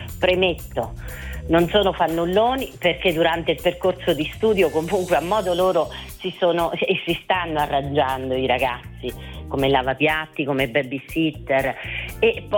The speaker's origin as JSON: {"language": "Italian", "region": "Umbria", "country": "Italy", "said": "Noi siamo umbri."}